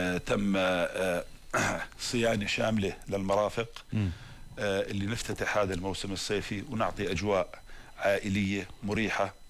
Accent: Jordan; عندنا بالأردن

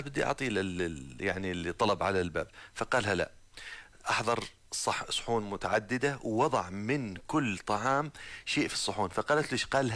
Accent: Jordan; نحن في الأردن من فضل الله عز وجل كل المحيط حولنا ملتهب، ومع ذلك من فضل الله عز وجل رغم كل ما نواجه إلا عندنا أمان مجتمعي، عندنا أولادنا في الليل بيطلعوا، بناتنا في النهار، شوارعنا نظيفة

